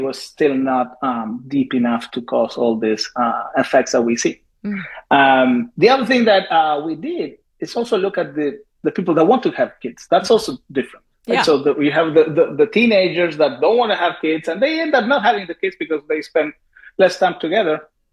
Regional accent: Argentina; English is a second language; So I'm from Argentina.

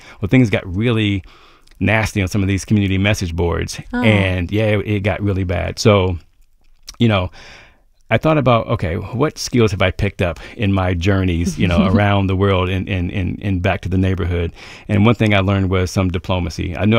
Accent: Columbus, Ohio, United States; also born or lived in Virginia / New York City; Coincidentally, I now live on the same street that I grew up on. I'm from Columbus, as you know, and I went to high school in Virginia, college in New York City.

